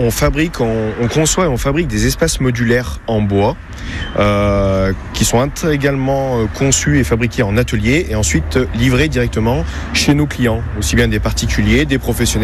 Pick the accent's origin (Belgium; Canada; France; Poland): France; Saint-Savin; je suis né à Saint-Savin, originaire de Saint-Savin.